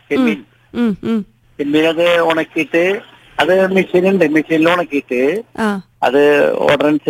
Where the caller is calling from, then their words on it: North Paravur, Kerala, India; എന്റെ വടക്കൻ പറവൂര്.